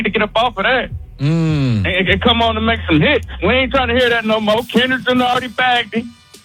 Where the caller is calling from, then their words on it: Dayton, Ohio, United States; I'm calling from Dayton, Ohio, the Gem City, baby. The 937.